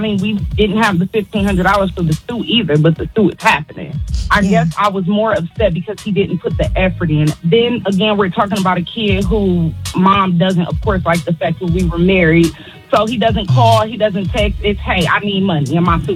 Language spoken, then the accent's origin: English; Detroit, Michigan, United States; Like I said, I'm from Detroit, so I asked for some buffs.